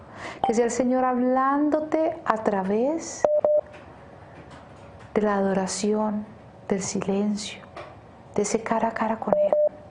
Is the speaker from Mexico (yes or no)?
no; Cali, Valle del Cauca, Colombia; Yo soy caleña también